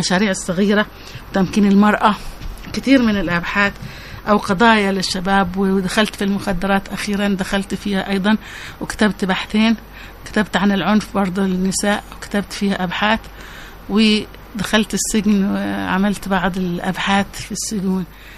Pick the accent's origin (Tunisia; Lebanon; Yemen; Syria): Yemen; Mukalla, Hadhramaut; also born or lived in Cairo, Egypt; في بداياتي كانت في المكلا، طبعا مولود في المكلا في حي الشهيد خالد، بعدها ودرست بدايتها في المكلا أيضا، بعدين بحكم يعني ظروف الوالد وكذا انتقلنا إلى القاهرة ودرست هناك في القاهرة، درست إعدادية ثانوية والجامعة، وبعدين رجعت لهنا تاني